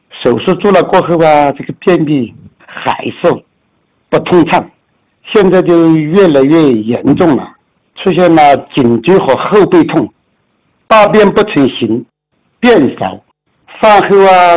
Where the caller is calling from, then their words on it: Chongqing, China; 我来自重庆，重庆市江津区，出生于1971年农历的十月初四丑时。